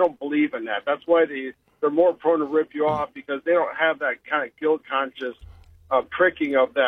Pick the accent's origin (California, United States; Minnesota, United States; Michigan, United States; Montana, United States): Minnesota, United States; I grew up in Minnesota, so I know these things.